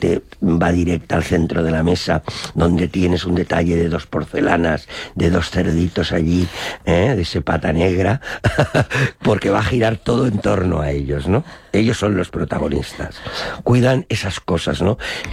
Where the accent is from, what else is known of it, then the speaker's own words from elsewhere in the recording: Monóvar, Valencian Community, Spain; soy de Monóvar